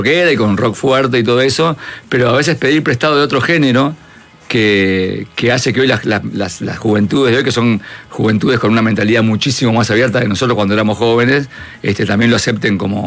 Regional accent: Uruguay; yo venía a las notas de prensa y por mi tono me decían, son de Argentina, salí de Uruguay.

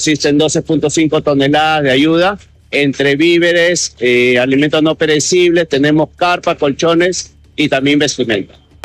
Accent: Peru; Nosotros, como Estado peruano

